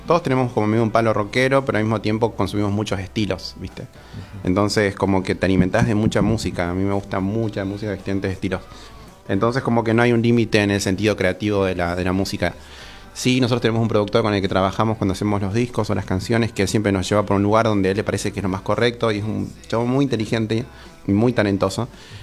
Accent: Catamarca, Argentina; moved away as an adult; yo soy de Catamarca, sí. Buitre guitarrista también, ambos dos somos catamarqueños. Y acá estamos hace 9 años, ponele.

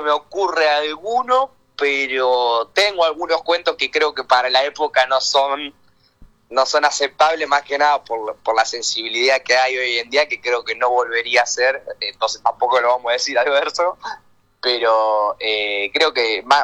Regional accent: Dolores, Buenos Aires Province, Argentina; tengo 20 años, soy de Dolores, provincia de Buenos Aires. Nací en Mar del Plata, sin querer porque nací prematuro. me tuvieron un mes prestado allá en la incubadora y me trajeron para Dolores, y acá en Dolores tuve toda mi crianza.

